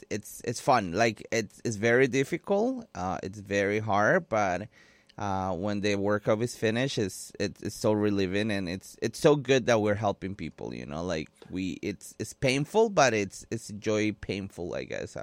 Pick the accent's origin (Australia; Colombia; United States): Colombia; English is a second language; now in London, United Kingdom; London opened the doors for me when I came from Colombia.